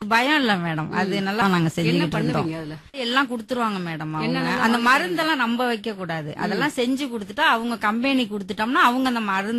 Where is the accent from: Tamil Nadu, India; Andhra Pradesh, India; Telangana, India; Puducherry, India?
Tamil Nadu, India; Vengarangudi; எங்களோட சொந்த ஊர் வந்து இங்க தஞ்சாவூர்ல பக்கத்துல கிராமம் வேங்கராங்குடி காடுன்னு சொல்லுவாங்க.